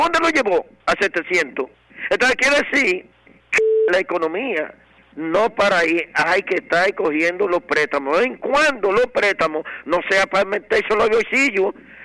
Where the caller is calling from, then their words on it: Dominican Republic; como somos nosotros dominicanos